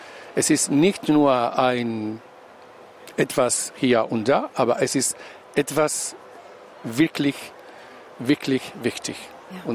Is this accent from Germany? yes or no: no; Spain; German is a second language; Als eine Spanier muss ich sagen, dass ich hasse, wenn man Amerika sagt und sie meinen Vereinigte Staaten.